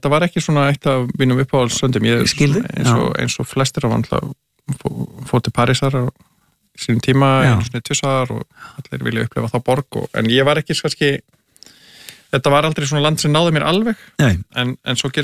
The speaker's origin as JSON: {"language": "Icelandic", "town": "Kópavogur", "region": "Capital Region", "country": "Iceland", "tie": "born or raised there", "also_born_or_lived": "Grafarvogur", "said": "Nei, og ég ólst fyrst upp í Kópavogi."}